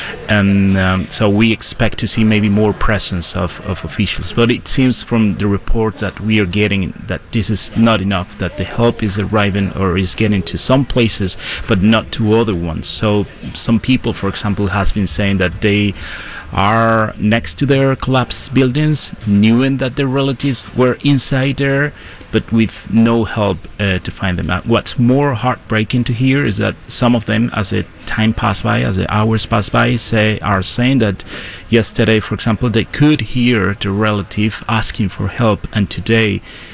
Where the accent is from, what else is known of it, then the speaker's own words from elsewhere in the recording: Caracas, Capital District, Venezuela; moved away; I've been chatting to some neighbors in my area, in my hometown, which is southwest Caracas.